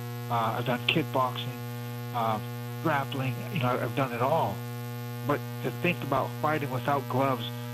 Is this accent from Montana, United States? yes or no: yes; Great Falls, Montana, United States; He was living here in my hometown in Great Falls, Montana.